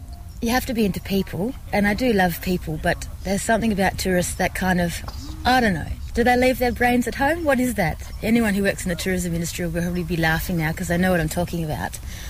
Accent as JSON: {"language": "English", "region": "Tasmania", "country": "Australia", "said": "Oh, because I'm from Tassie, yeah."}